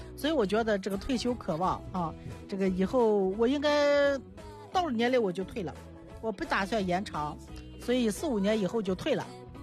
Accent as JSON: {"language": "Chinese", "region": "Shaanxi", "country": "China", "said": "我们陕西人多干脆利索，我们的性格多直截了当"}